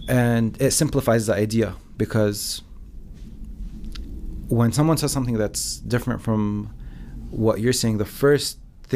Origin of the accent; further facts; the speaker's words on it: Lebanon; moved away as an adult; I came from Lebanon 6, 7 years ago.